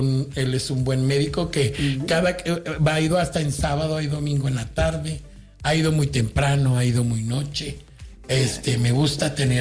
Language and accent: Spanish; San Antonio, Texas, United States; nos emocionó porque somos de San Antonio, porque somos de esta tierra.